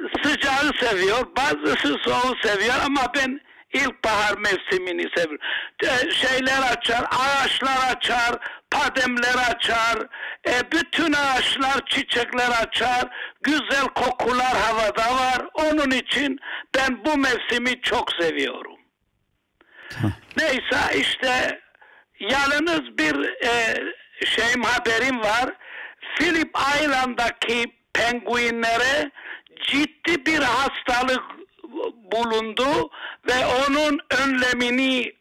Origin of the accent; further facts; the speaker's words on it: Yeni Boğaziçi, Famagusta District, Cyprus; Yeni Boğaziçi Ayasergiliyim.